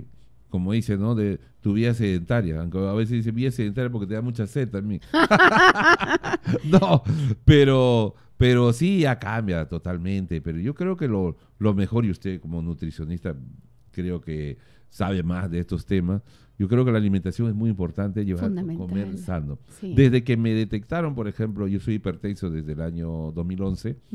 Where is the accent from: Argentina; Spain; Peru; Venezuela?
Peru; Pucallpa, Ucayali; en mi niñez, allá en Pucallpa, creo que comíamos muy sano.